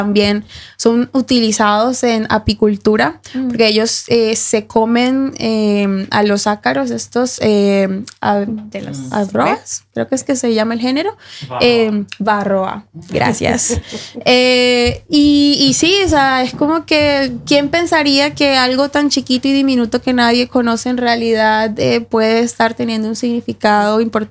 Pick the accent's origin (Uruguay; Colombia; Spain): Colombia; moved away; yo vengo de Colombia y Colombia es un país súper, hiper, mega diverso.